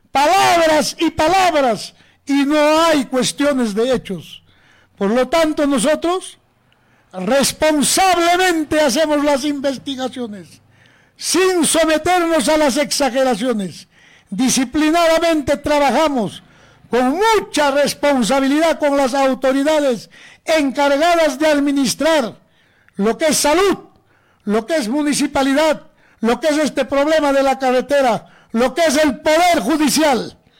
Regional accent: Coracora, Ayacucho, Peru; ante mi pueblo de Coracora

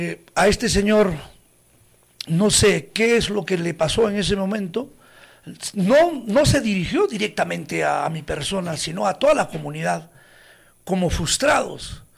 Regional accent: Coracora, Ayacucho, Peru; moved away as an adult; yo he regresado a mi tierra, a mi querida Coracora

